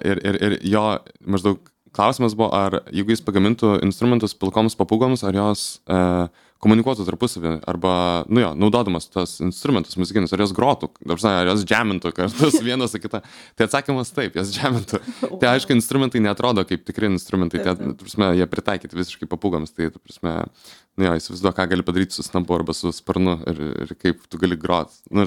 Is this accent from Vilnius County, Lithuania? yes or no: yes; Vilnius, Vilnius County, Lithuania; aš esu iš Vilniaus, tai aš neturiu kur Vilniui pabėgti.